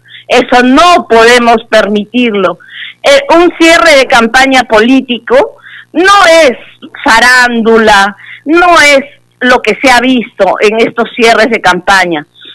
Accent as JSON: {"language": "Spanish", "town": "Mollendo", "region": "Arequipa", "country": "Peru", "said": "Buenos días, mi tierra querida, mi Puerto Bravo de Mollendo. Buenos días, paisanos de la provincia de Islay."}